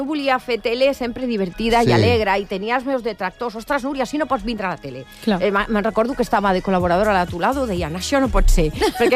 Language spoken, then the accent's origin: Catalan; Salou, Catalonia, Spain; also born or lived in Barcelona; jo vaig néixer al Vall d'Hebron, i en 4 dies, un 15 de desembre del 71, el meu pare, amb el 850, vam anar a Salou a viure.